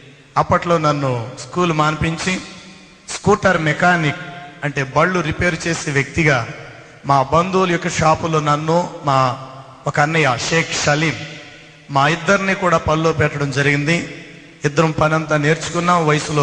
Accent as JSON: {"language": "Telugu", "town": "Rajahmundry", "region": "Andhra Pradesh", "country": "India", "tie": "born or raised there"}